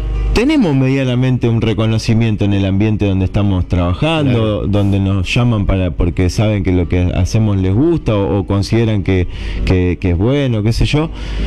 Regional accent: Acebal, Santa Fe, Argentina; No sé si han andado por Acebal, yo soy de Acebal.

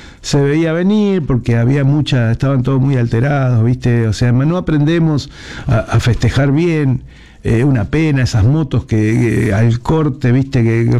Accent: Argentina; los argentinos, viste, que somos pasionales

